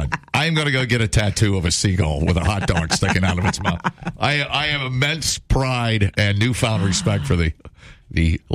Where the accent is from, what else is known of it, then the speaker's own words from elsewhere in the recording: United States; I'm an American.